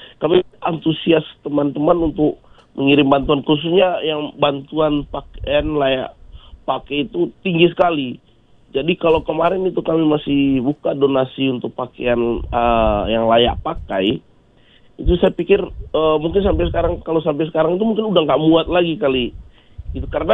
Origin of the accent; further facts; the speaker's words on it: East Nusa Tenggara, Indonesia; Jadi kebetulan latar belakang Libong ini memang kami dari Flores.